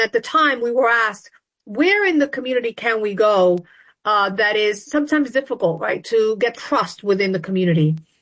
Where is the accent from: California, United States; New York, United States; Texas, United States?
New York, United States; Bronx; My father was a minister. His church was in Harlem. I grew up in the South Bronx. And we lived in the Bronx and commuted to church every day in Harlem.